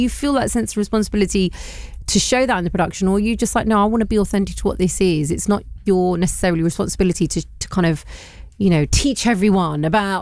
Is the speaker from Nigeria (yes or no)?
no; London, United Kingdom; growing up in London